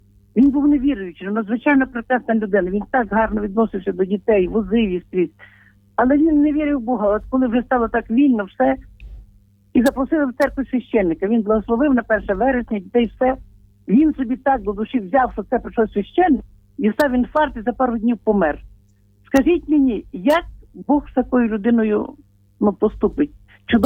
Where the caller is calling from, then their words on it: Lviv, Lviv Oblast, Ukraine; Я зі Львова